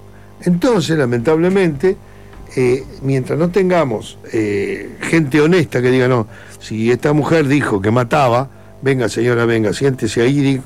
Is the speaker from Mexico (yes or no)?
no; Uruguay; born there; yo nací en un país del primer mundo y me decían, pero tú no sos uruguayo, pelado. Sí, soy uruguayo, claro. Pero yo nací en el año 46.